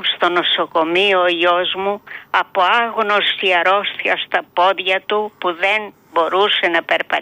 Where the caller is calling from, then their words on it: Greece; είμαι οργισμένη, είμαι ντροπιασμένη που είμαι Ελληνίδα.